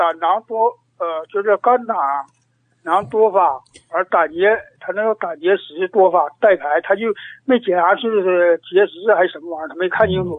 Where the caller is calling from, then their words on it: Dalian, Liaoning, China; 我是大连的。我就70岁。